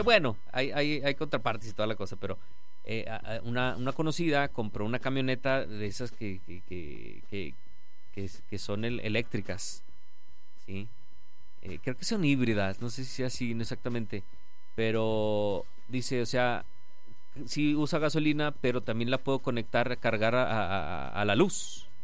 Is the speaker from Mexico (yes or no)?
yes; Mexico; somos mexicanos